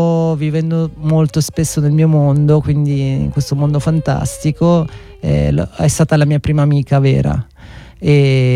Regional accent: Sicily, Italy; In un paesino dell'entroterra, in provincia di Enna

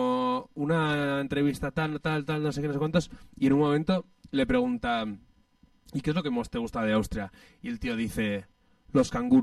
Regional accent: Pamplona, Navarre, Spain; also born or lived in Madrid; ¿de dónde eres? Y yo, de Iruña.

